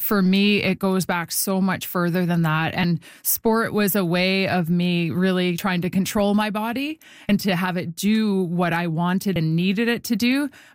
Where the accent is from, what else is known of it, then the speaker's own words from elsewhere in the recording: Winnipeg, Manitoba, Canada; It was community sport growing up in Winnipeg, playing ringette, playing soccer, playing all the games that my friends played.